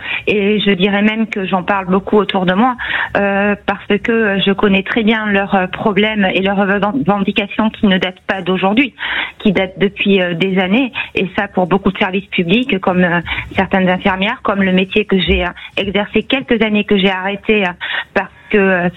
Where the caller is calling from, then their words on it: Lège-Cap-Ferret, Nouvelle-Aquitaine, France; moi j'habite au Cap Ferret